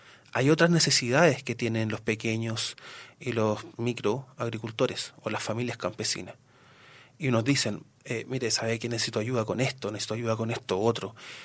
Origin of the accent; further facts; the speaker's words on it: Valparaíso, Chile; moved away; Como soy de Valparaíso